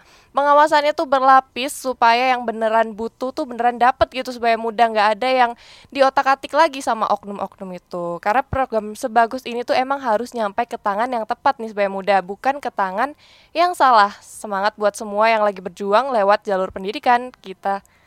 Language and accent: Indonesian; East Java, Indonesia; sebagai warga Jawa Timur